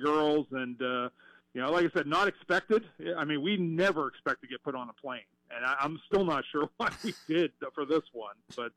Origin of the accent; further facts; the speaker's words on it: Jamestown, Pennsylvania, United States; my hometown girl, Claire Anderson from W&J, fellow Jimtown Muskie